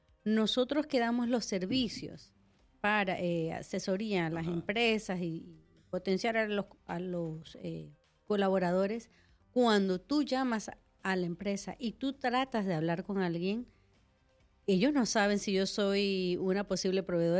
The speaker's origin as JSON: {"language": "Spanish", "country": "Panama", "said": "Yo como panameña lo puedo decir"}